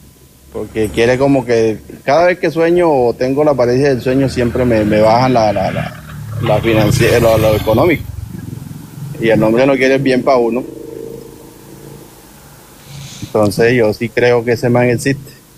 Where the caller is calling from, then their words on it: Caribbean coast, Colombia; acá en la costa uno dice papi